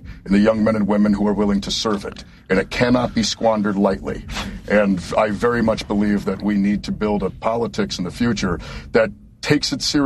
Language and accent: English; Sullivan, Maine, United States; the town of Sullivan, Maine, which is my hometown